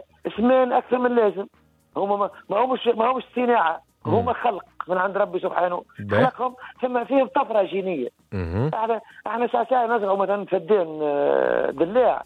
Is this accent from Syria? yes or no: no; Tunisia; احنا عندنا في تونس